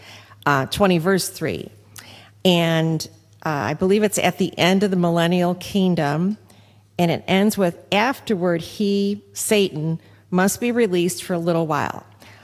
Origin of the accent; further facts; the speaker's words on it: Lamont, Illinois, United States; from Lamont, Illinois.